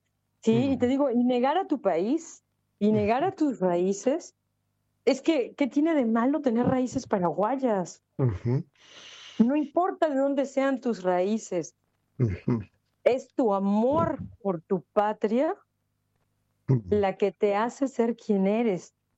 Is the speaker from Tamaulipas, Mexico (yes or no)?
no; Yucatán, Mexico; yo soy de Yucatán, a mí no me tocó aprender maya, lo cual es muy triste porque me quitaron la oportunidad de aprender una segunda lengua